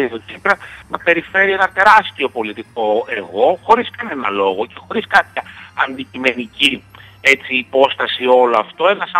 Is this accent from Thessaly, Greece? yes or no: no; Eleftherio-Kordelio, Central Macedonia, Greece; το έχω βιώσει και εγώ στο πετσί μου, μεγαλώνοντας στο Ελευθέριο Κορδελιό.